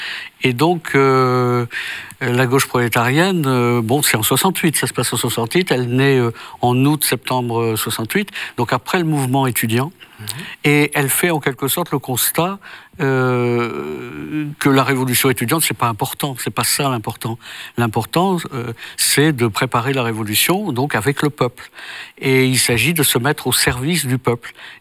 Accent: Tourcoing, Hauts-de-France, France; born there; Dans le Nord, oui. Je suis né dans le Nord. Je suis né à Tourcoing. Dans un milieu modeste. Enfin, et donc, mes parents nous éduquent chrétiennement, mais aussi avec cette fibre particulière qu'est l'action catholique.

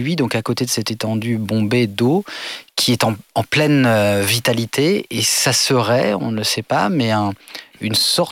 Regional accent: Normandy, France; also born or lived in Le Havre; là où j'ai grandi, dans un petit village à côté du Havre, sur les falaises

